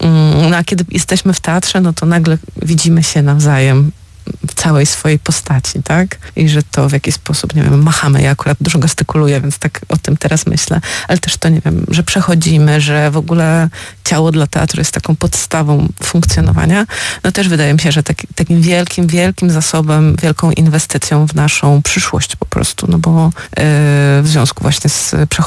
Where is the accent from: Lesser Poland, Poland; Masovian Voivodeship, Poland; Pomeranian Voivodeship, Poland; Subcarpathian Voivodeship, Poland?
Masovian Voivodeship, Poland; Warsaw; Ponieważ my jesteśmy z Warszawy